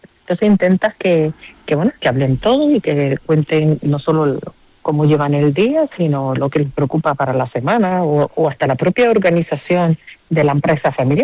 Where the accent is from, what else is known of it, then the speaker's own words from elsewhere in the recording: Canary Islands, Spain; Y yo, como buena canaria, que a veces no gusta llenar el chacán